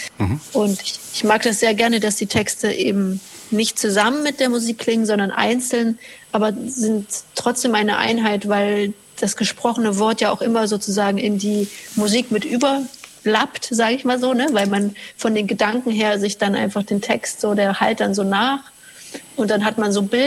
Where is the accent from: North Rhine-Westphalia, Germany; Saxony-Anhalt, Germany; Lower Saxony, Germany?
Saxony-Anhalt, Germany; Halle; Orten meiner Kindheit und Jugend in Halle. Dort bin ich aufgewachsen.